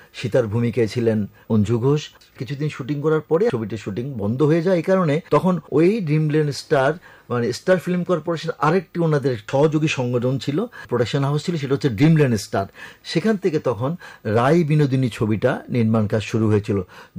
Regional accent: Chittagong, Chittagong Division, Bangladesh; moved away as an adult; also born or lived in Lakshmipur; now in Dhaka, Bangladesh; যদিও আমার দেশের বাড়ি লক্ষ্মীপুর, কিন্তু আমার জন্মস্থান হয়ে গেছে চট্টগ্রাম। যেহেতু বাবার চাকরি করার সুবাদে চিটাং থাকাতে আমার জন্মস্থান চিটাং হয়েছে 1958 সনের 31 ডিসেম্বর। সেই চিটাংয়ে বেড়ে ওঠা, সেই চিটাং থেকেই আমার লেখাপড়া সবকিছু শুরু।

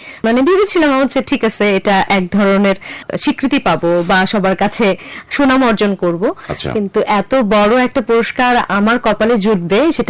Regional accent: Jamalpur, Mymensingh Division, Bangladesh; moved away as an adult; also born or lived in Bakshiganj, Jamalpur District; now in Dhaka, Bangladesh; কিন্তু আমার পুরোটাই বেড়ে ওঠা জামালপুর শহরে। জামালপুরেই আমি পড়াশোনা করেছি, এসএসসি, এইচএসসি ওখানেও। পরবর্তীতে আমি জাহাঙ্গীরনগর ইউনিভার্সিটিতে এসে ভর্তি হই, ঢাকাতে চলে আসি।

